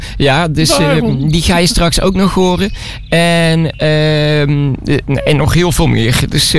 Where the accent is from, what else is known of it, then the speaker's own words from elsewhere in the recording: Netherlands; We komen allemaal uit Nederland. We wonen alleen ergens anders in Nederland.